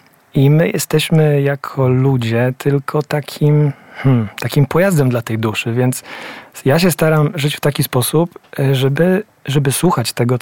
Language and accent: Polish; Lubiewo, Kuyavian-Pomeranian Voivodeship, Poland; moved away as an adult; also born or lived in Tuchola / Bydgoszcz; now in Warsaw, Poland; Urodziłem się w Tucholi. Pierwsze kilkanaście lat swojego życia spędziłem w takiej małej miejscowości nieopodal, Lubiewie.